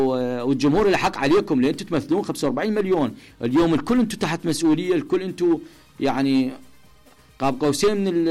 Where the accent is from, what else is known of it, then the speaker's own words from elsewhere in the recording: Iraq; احنا لاعبين عراقيين.